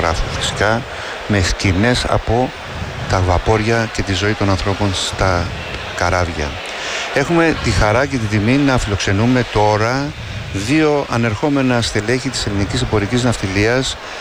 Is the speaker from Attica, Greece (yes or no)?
no; Kasos, South Aegean, Greece; Εγώ είμαι από την Κάζο